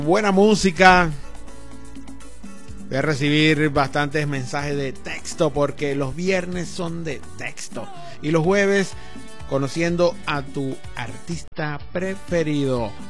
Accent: Venezuela

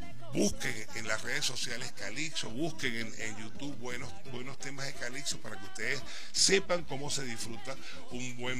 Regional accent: Venezuela; Mi primera salida de Venezuela

